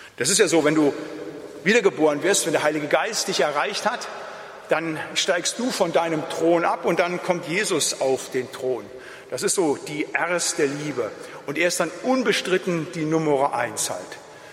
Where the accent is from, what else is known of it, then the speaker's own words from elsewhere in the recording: Bad Laasphe, North Rhine-Westphalia, Germany; Ich weiß noch, wir hatten damals eine Evangelisation bei uns in Bad Laase mit Wolfgang Vorländer.